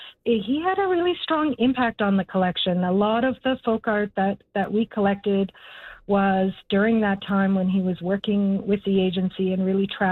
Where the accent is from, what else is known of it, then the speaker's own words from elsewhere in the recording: Young, Saskatchewan, Canada; I grew up in Young, and there wasn't a lot of arts in the small town that I was from